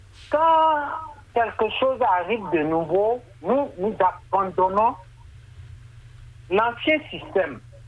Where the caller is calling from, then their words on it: Benin; J'appelle toujours de Soyadine.